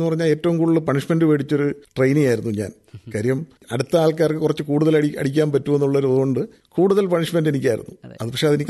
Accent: Kalluvathukkal, Kerala, India; ഞാൻ കല്ലുവാതുക്കൽ എന്ന് പറഞ്ഞ വില്ലേജിൽ നിന്നാണ് വരുന്നത്.

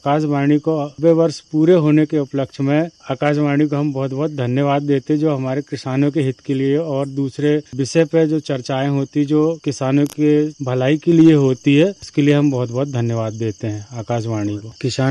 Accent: Bangaon, Madhya Pradesh, India; मैं ग्राम बनगांव से हूँ, जिला छिंदवाड़ा।

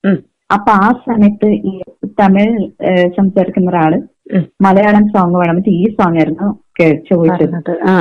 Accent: Mysore, Karnataka, India; born there

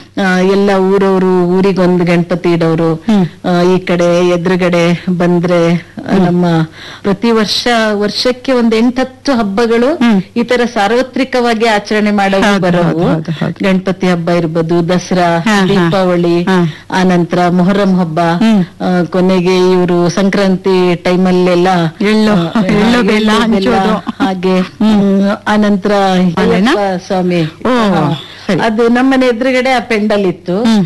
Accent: Tirthahalli, Karnataka, India; ಯಾಕೆ ಅಂದ್ರೆ ನಮ್ ಬಾಲ್ಯ ತಾವೇ ಹೇಳ್ದ ಹಾಗೆ ತೀರ್ಥಹಳ್ಳಿ. ತೀರ್ಥಹಳ್ಳಿ ಊರೇ ಒಂಥರ ಮಲೆನಾಡು

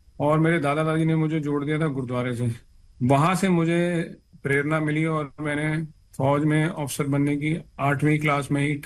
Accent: Roorkee, Uttarakhand, India; also born or lived in Jagadhri, Haryana; मेरा जन्म हरियाणा में हुआ है, जगाधरी के पास, और मेरी सारी स्कूलिंग जो हुई है वो अब जिसको उत्तराखंड बोलते हैं, रुड़की, जो IIT रुड़की के लिए मशहूर है, वहां पे हुई है।

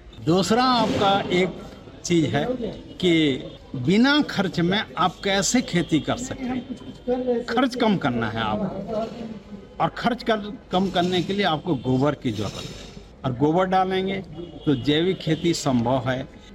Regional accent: Mahasamund district, Chhattisgarh, India; ग्राम मिलारावत, जिला महासमुंद, छत्तीसगढ़ का रहने वाला हूँ और मैं जैविक कृषक हूँ, जैविक खेती करता हूँ पारंपरिक तरीके से और हमारे 5 पीढ़ी से वही खेती करते आ रहे हैं।

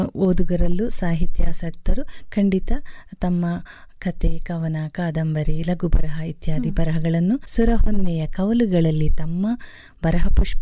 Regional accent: Kerala, India; moved away; ನಾನು ಕೇರಳದ ಕರಾವಳಿಯವಳು, ಇಲ್ಲಿ ಬಯಲುಸೀಮೆಯಲ್ಲಿದ್ದೀನಿ

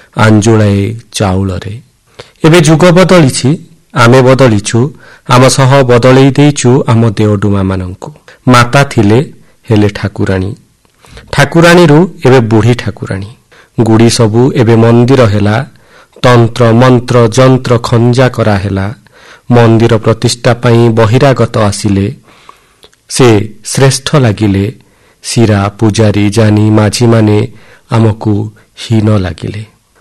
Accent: Nabarangpur, Odisha, India; ମୁଁ ଆସିଛି କଣ୍ଟାମାଳ ନବରଙ୍ଗପୁରରୁ।

